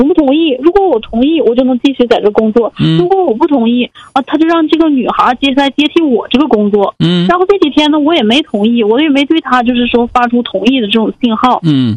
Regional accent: Changchun, Jilin, China; moved away as an adult; now in Hangzhou, China; 我家是东北的，我是吉林长春人，我今年26岁，这今年从我从东北从吉林长春到杭州来找的来工作的

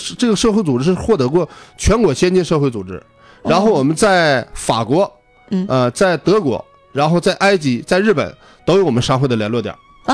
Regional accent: Yushu, Jilin, China; 因为我老家是榆树人，我出生在榆树

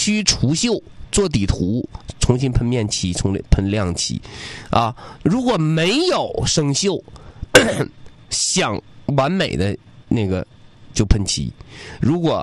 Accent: Northeast China, China; now in Changchun, China; 作为东北人，十几度冷吗？我觉得还可以啊。

